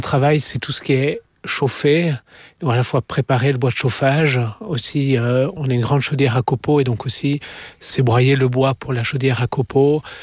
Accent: Brussels, Brussels-Capital Region, Belgium; moved away as an adult; now in Lithuania; Oui, moi je suis aussi bruxellois.

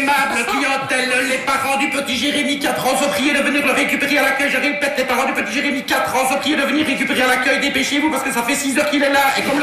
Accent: Belgium; Je suis belge, je suis en crise.

